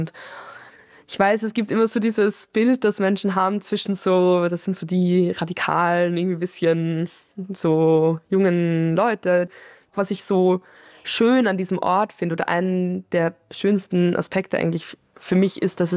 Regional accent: Lower Austria, Austria; Ich bin in der Nähe hier auch aufgewachsen, in der Schule gewesen

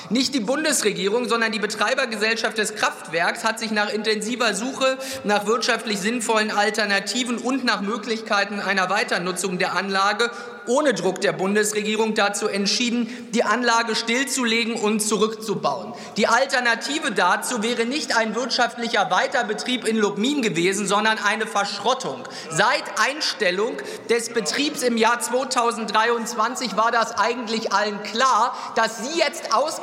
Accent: Mecklenburg-Vorpommern, Germany; Mecklenburg-Vorpommern nicht einfach irgendein Punkt auf der Landkarte, sondern eine wichtige Gemeinde in meiner Heimatregion

